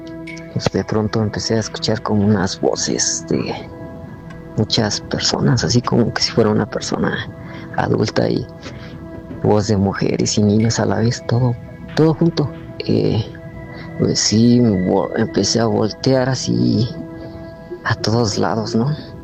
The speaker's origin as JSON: {"language": "Spanish", "town": "Toluca", "region": "State of Mexico", "country": "Mexico"}